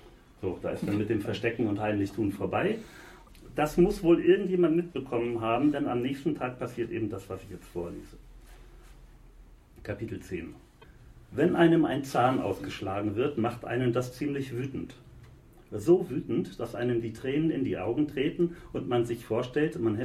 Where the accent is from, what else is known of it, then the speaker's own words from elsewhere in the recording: Northern Germany, Germany; Als Norddeutscher ist das immer so ein bisschen schwierig.